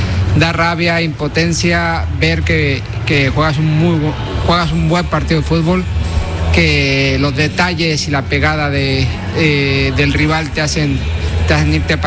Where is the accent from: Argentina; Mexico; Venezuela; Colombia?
Mexico; lo que más me llena de orgullo como mexicano es la imagen que se ha dado al exterior.